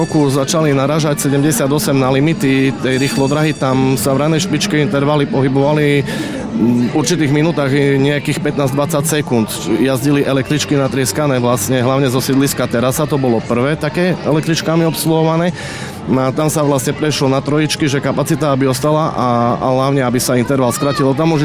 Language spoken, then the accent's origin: Slovak; Košice, Košice Region, Slovakia; ja som býval na sídlisku nad jazerom, som rodak z Tamadial